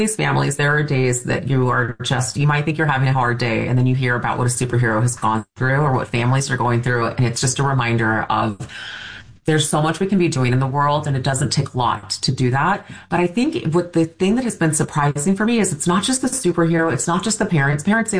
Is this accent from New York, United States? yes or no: no; St. Louis, Missouri, United States; I'm from St. Louis. I love the Midwest.